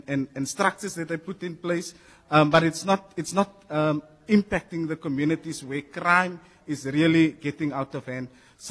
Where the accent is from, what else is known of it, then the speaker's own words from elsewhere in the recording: Cape Town, Western Cape, South Africa; where I grew up in Mfuleni, which is part of the top crime areas according to the stats